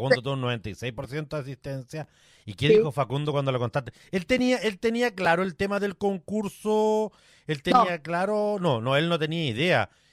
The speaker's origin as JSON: {"language": "Spanish", "country": "Chile", "said": "Yo también soy bien chileno para mis cosas."}